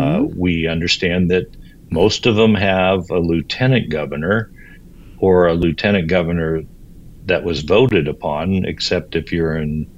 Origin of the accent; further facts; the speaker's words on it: Atlanta, Georgia, United States; Debbie from Austin. I'm from Atlanta, and sometimes we do it in the same studio or in the same city